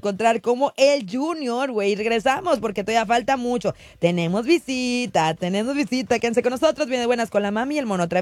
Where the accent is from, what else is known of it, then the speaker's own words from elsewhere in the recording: Tijuana, Baja California, Mexico; Y en Tijuana, si no somos cholos, somos chivistas. En Tijuana.